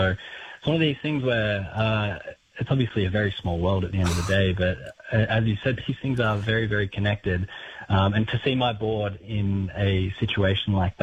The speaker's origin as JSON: {"language": "English", "town": "Kiama", "region": "New South Wales", "country": "Australia", "tie": "born or raised there", "said": "the ocean has always been such a large part of my life growing up in Kiama. I was always in and around the ocean through nippers and then surfing"}